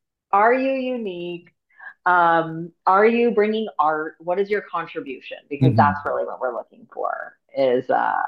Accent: Pacifica, California, United States; I grew up in Pacifica, little ocean girl, West Side. Half Moon Bay High School.

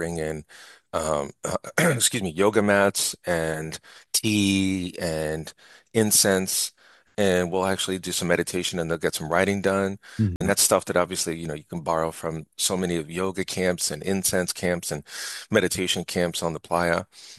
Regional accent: New York City, New York, United States; born there; moved away; I came back to New York, and I was born in New York, raised in and out of New York. And I came back in August 2001 to go to a graduate center.

